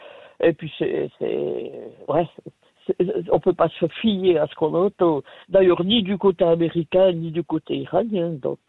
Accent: La Chaux-de-Fonds, Neuchâtel, Switzerland; born there; now in Neuchâtel, Switzerland; Mais je suis née à la Chaux-de-Fonds quand même.

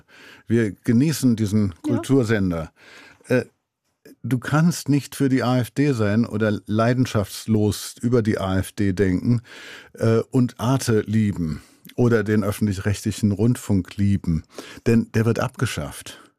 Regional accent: Remscheid, North Rhine-Westphalia, Germany; born or raised there

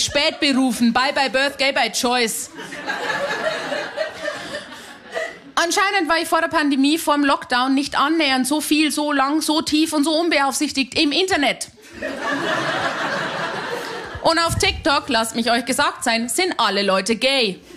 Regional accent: Hanersdorf, Bavaria, Germany; Meine Leitung war sehr lang, weil ich bin aus Hanersdorf bei Simbach bei Landa in der Isar. Da gibt's sowas nicht. Das Queerste, was wir haben bei uns im Dorf, sind die Geschichten über den Nachbarort.

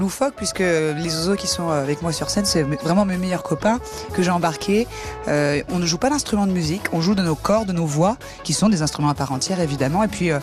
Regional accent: Grand Est, France; je viens des Ardennes, dans le nord-est de la France, près de la Belgique. Et c'est vrai qu'il y avait une grosse culture rock, il y avait que des groupes de métal.

